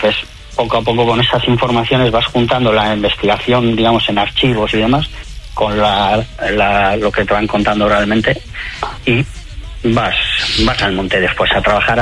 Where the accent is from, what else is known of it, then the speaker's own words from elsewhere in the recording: Amorebieta, Basque Country, Spain; de un combatiente guipuzcoano precisamente en mi pueblo, en Amorebieta.